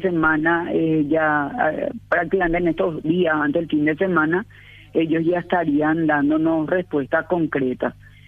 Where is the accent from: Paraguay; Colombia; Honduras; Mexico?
Paraguay; tenemos como paraguayos una memoria muy corta